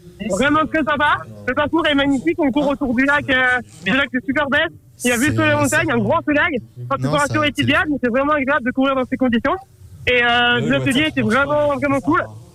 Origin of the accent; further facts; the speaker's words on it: Orléans, Centre-Val de Loire, France; Je viens d'Orléans.